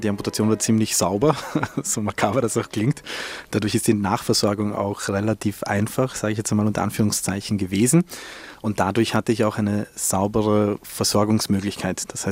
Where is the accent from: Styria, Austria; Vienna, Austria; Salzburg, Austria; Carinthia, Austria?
Vienna, Austria; Ich war natürlich dann als Wiener prädestiniert, dass ich schnell die Prothese bekommen habe.